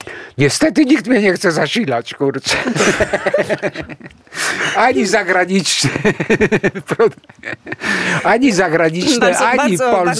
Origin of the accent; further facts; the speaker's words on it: Greece; now in Poland; ja jestem Grekiem, ale jestem obywatelem polskim.